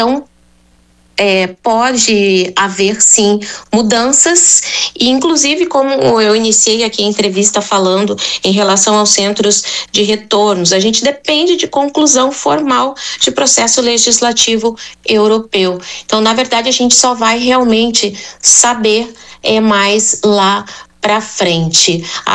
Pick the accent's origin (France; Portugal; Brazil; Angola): Brazil; somos brasileiros, né, e latino-americanos